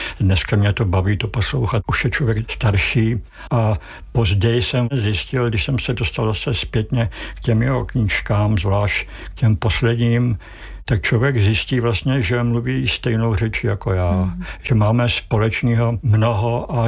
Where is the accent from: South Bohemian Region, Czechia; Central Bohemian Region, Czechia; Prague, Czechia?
Prague, Czechia; born there; já jsem se narodil pod Vyšehradem, vždycky jsem byl hrdý na to, že jsem se narodil tam, kde skákal Šemík s Horymírem.